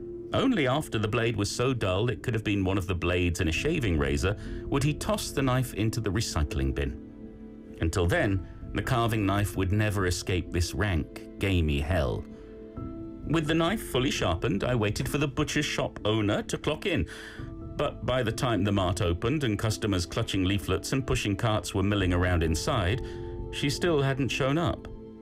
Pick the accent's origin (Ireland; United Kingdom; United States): United Kingdom; I feel like because I'm British, Peter, I feel like a Chanbap Shinsa.